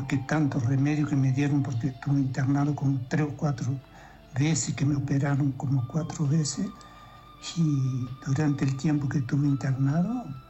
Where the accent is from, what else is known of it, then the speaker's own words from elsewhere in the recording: Tacuarembó, Uruguay; Sí, señor. Soy de aquí de Tacuarembó.